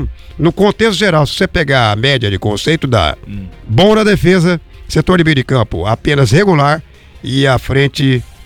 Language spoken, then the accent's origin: Portuguese; Brazil; como a gente é brasileiro, né?